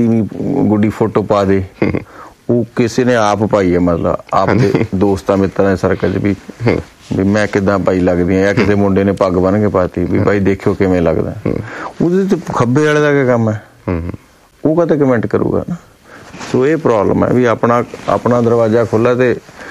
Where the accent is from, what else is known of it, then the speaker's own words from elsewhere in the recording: Punjab, India; ਅਸੀਂ ਪੰਜਾਬੀ ਹਾਂ, ਪੰਜਾਬ ਦੀ ਗੱਲ ਕਰਾਂਗੇ, ਸਾਨੂੰ ਤਾਂ ਖੇਤਾਂ ਦਾ ਆਪਦੇ ਮਜ਼ਦੂਰਾਂ ਨਾਲ ਪਿਆਰ ਹੈ